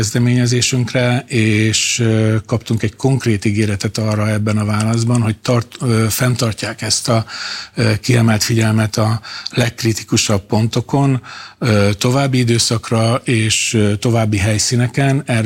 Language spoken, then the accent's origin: Hungarian; Gyula, Békés, Hungary; de Gyula az én szülővárosom bejelentkezett érte